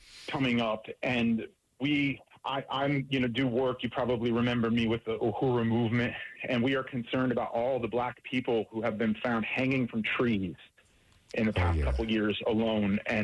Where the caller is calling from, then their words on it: St. Petersburg, Florida, United States; I'm calling from St. Petersburg